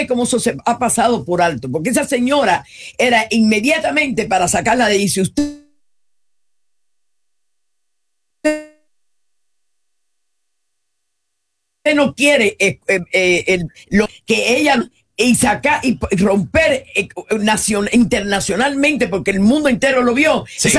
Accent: Cuba; now in United States; yo soy cubana. Yo soy cubana.

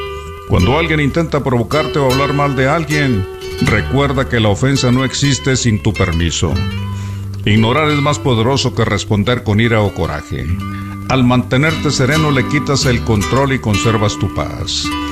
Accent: León, Guanajuato, Mexico; Yo soy de León.

